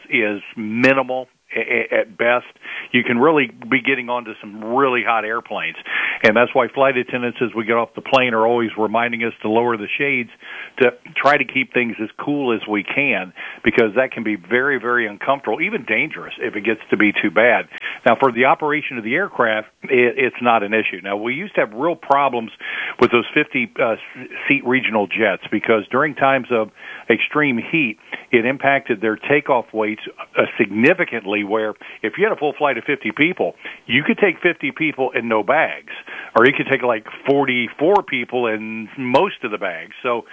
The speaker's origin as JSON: {"language": "English", "country": "United States", "tie": "born there", "said": "I won the lottery by being born an American."}